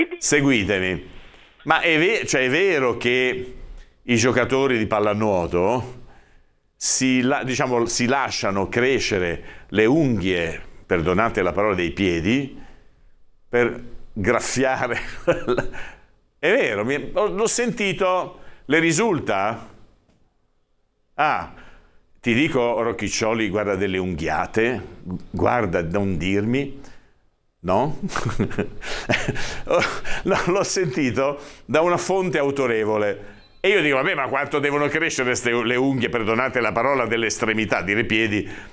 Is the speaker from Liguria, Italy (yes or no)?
yes; Savona, Liguria, Italy; io di Savona, che tengo alla Rarinante Savona.